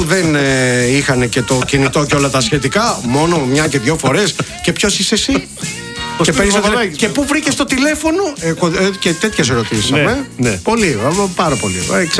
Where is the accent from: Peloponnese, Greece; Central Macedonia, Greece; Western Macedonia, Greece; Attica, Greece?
Peloponnese, Greece; Molaoi; στο χωριό μου στου Μολάου.